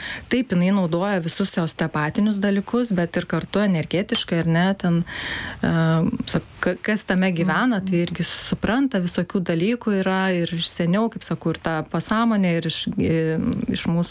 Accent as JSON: {"language": "Lithuanian", "town": "Panevėžys", "region": "Panevėžys County", "country": "Lithuania", "said": "Taip, aš iš Panevėžio."}